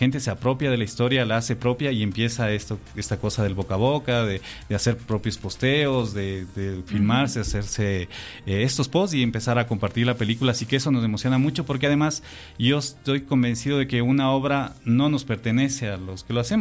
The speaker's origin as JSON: {"language": "Spanish", "country": "Ecuador", "said": "para nosotros como ecuatorianas"}